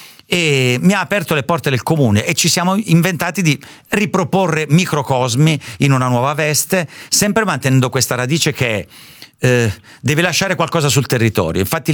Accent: Lombardy, Italy; born there; also born or lived in Southern Italy (family origin); la mia famiglia è emigrata nel profondo nord vicino Varese e qualche anno fa, una decina di anni fa, un mio compagno di liceo è diventato sindaco di questo piccolo paesino in cui io sono nato.

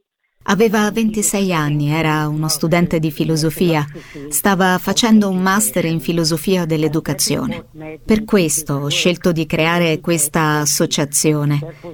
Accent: South Africa; Io sono nata in Sudafrica e cresciuta assieme ai movimenti contro l'apartheid.

